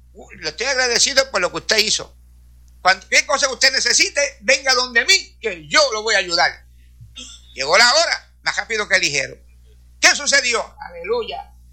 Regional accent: Puerto Rico; born there; moved away; Yo me acuerdo allá en Abra, cuando yo vivía allá en Abra, que andábamos por allí descalzo y con pantalones cortos.

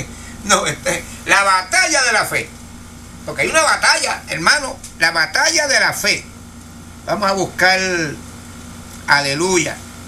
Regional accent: Puerto Rico; ¿para qué yo vine de Puerto Rico?

